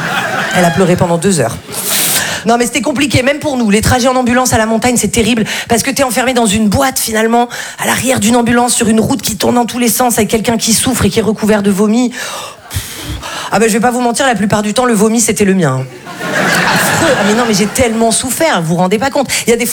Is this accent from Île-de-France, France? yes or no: no; Val-de-Blore, Provence-Alpes-Côte d'Azur, France; parce que moi, je viens d'un tout petit village qui s'appelle Val-de-Blore. C'est sublime, mais alors, il faut pas du tout se faire mal là-bas